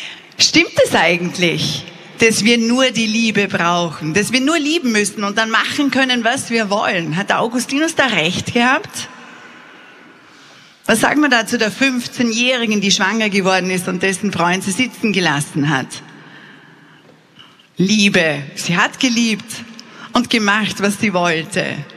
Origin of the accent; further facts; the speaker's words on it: Austria; wir sind Österreicher, natürlich haben wir Englisch gelernt.